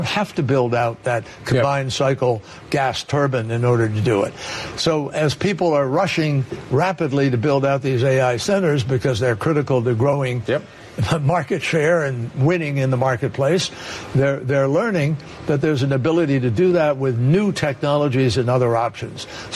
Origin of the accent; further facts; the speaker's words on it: Massachusetts, United States; In my home state of Massachusetts, we're building.